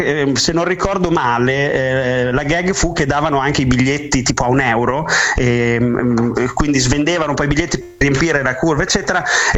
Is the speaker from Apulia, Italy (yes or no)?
no; Bologna, Emilia-Romagna, Italy; di non dire che veniamo da Bologna